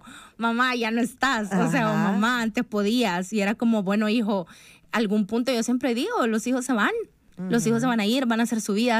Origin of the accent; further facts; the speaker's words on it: El Salvador; Nosotros crecimos creyendo siempre como, ay, es que como soy de El Salvador, no se puede.